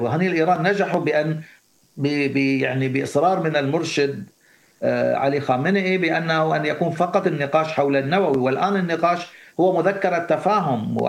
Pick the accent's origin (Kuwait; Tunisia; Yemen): Kuwait; عندنا في الكويت صار أمس واليوم وأكثر من مرة،